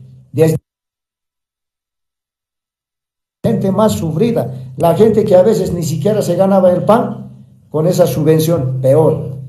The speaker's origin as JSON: {"language": "Spanish", "country": "Bolivia"}